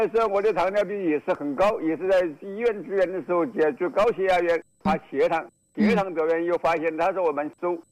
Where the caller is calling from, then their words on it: Gong'an, Hubei, China; 我是公安县